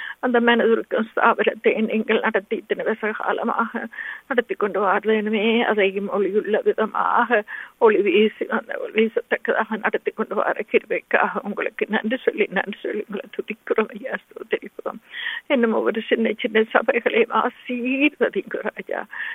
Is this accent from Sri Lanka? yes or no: yes; Sri Lanka; moved away; ஆண்டவரே நாங்க பிறந்து வளர்ந்த அந்த தேசத்துக்காக உங்களை வருகிறோம்.